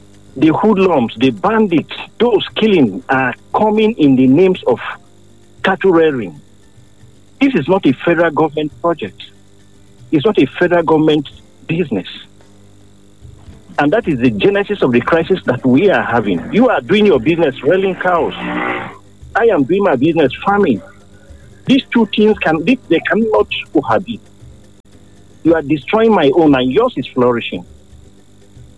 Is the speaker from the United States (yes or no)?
no; Nigeria; I'm speaking as a Nigerian